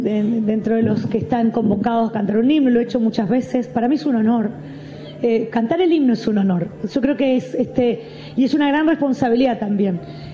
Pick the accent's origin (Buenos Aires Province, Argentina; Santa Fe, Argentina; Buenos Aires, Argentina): Santa Fe, Argentina